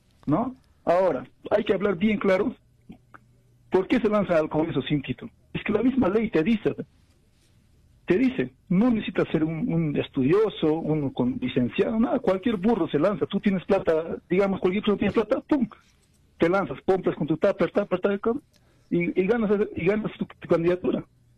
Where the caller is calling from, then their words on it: Juliaca, Puno, Peru; de Juliaca